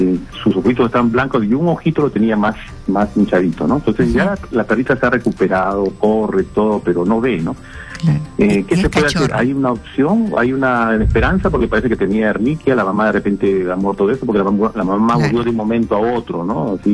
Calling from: Pisco, Ica, Peru; llamo desde la ciudad de Pisco.

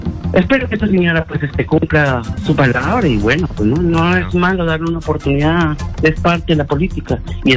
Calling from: Peru; Nosotros las personas peruanas tratamos de educarnos, de tener más información.

